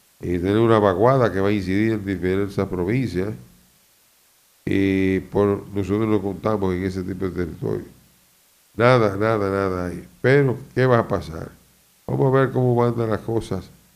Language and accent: Spanish; Dominican Republic; nosotros como dominicanos